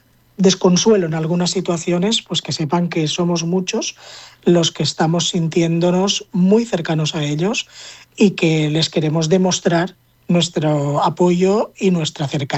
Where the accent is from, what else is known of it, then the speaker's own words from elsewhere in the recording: Spain; somos todos los españoles los que nos estamos viendo afectados por esta situación.